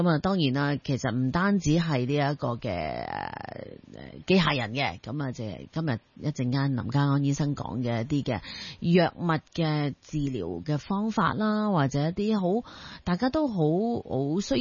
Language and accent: Cantonese; Hong Kong; 但係我哋香港人呢依然都係好拥护呢一个嘅纸币嘅。